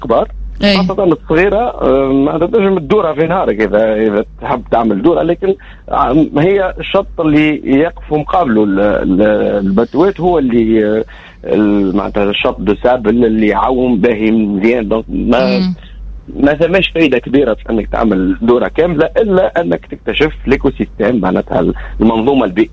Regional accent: Tunisia; عندنا في تونس

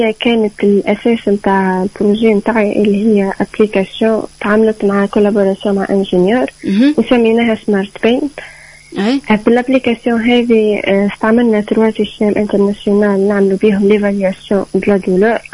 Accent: Gafsa, Gafsa Governorate, Tunisia

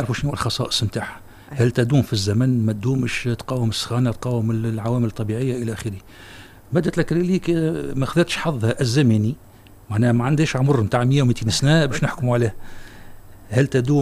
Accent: Tunisia; عندنا في تونس

